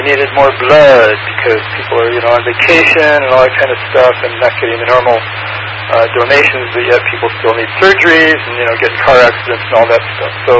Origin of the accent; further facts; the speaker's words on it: Seattle, Washington, United States; So I grew up in West Seattle, okay, Emerald District